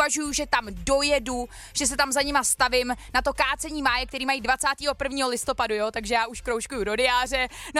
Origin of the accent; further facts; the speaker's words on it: Prague, Czechia; jsem rodilej Pražák